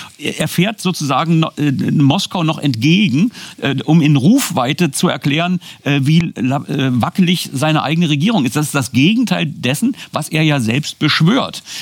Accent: Germany

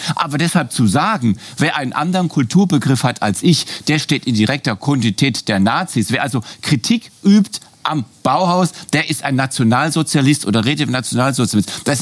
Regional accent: Germany

